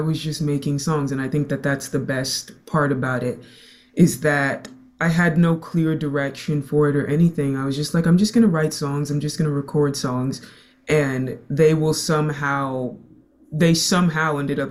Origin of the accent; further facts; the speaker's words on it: Katy, Texas, United States; I'm from Katy, Texas. Like you said, suburb within Houston, but my roots, ethnicity-wise, I'm Nigerian, though.